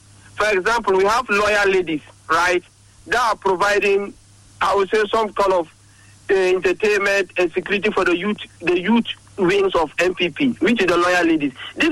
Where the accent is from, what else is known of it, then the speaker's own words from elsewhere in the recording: Upper East, Ghana; I'm from that region, even though I'm in Russia, but I'm from Upper East region.